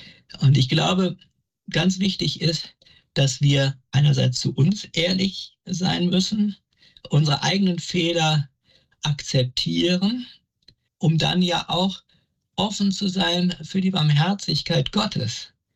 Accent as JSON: {"language": "German", "town": "Wesel", "region": "North Rhine-Westphalia", "country": "Germany", "tie": "born or raised there", "said": "komme gebürtig aus der Pfarrei Herz Jesu in Wesel"}